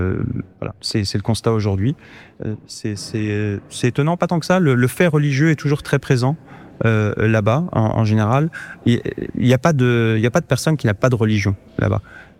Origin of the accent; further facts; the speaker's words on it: Nantes, Pays de la Loire, France; moved away as an adult; now in Iraq; Moi-même, j'ai grandi à Nantes dans les années 2000, et j'étais dans une école chrétienne.